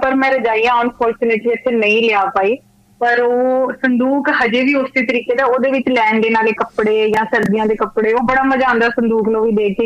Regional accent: Punjab, India; ਪਿੰਡ ਚ ਪੜੀ ਆ ਮੈਂ ਕਿਹੜਾ ਸ਼ਹਿਰ ਚ ਪੜੀ ਆ ਮੇਰਾ ਪਿੰਡ ਵੀ ਤੁਹਾਡੇ ਨਵਾਂ ਸ਼ਹਿਰ ਦੇ ਕੋਲ ਹੀ ਸੀਗਾ

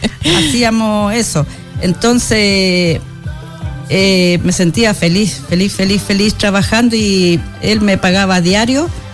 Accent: María Elena, Antofagasta, Chile; born there; also born or lived in Coya Sur; Yo nací en María Elena.

